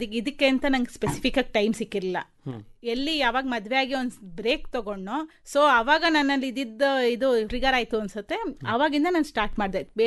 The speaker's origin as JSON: {"language": "Kannada", "town": "Mysore", "region": "Karnataka", "country": "India", "said": "ನಾವು ಮೈಸೂರಿನವರೇ ಸರ್."}